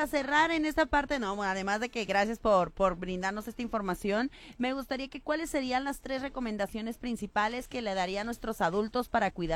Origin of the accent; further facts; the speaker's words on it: Mexico; nosotros como mexicanos